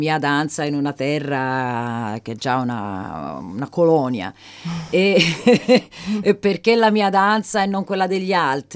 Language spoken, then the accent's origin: Italian; Florence, Tuscany, Italy; accent: Florentine; moved away as an adult; now in Australia; io che sono cresciuta a Firenze, sono fiorentina e parlo il fiorentino. Parlo anche i dialetti del Sud Italia, o quei due dialetti del Sud Italia.